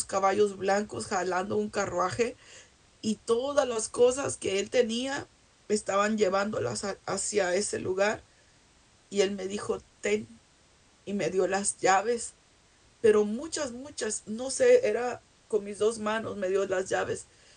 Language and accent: Spanish; Mexico; now in United States; Yo soy mexicana.